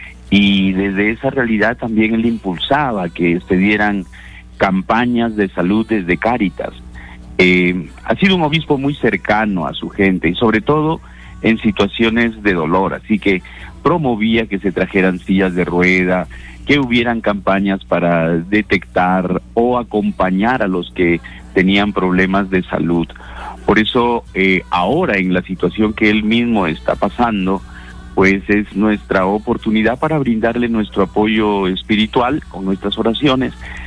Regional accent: Peru; los lugares que somos del Perú profundo, las zonas rurales.

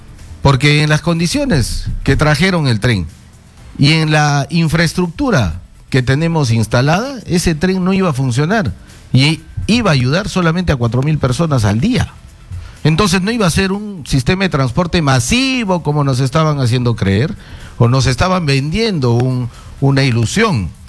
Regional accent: Cusco, Peru; now in Lima, Peru; yo soy cusqueño, empezando por ahí, así como millones de ciudadanos que vivimos en Lima, de migrante.

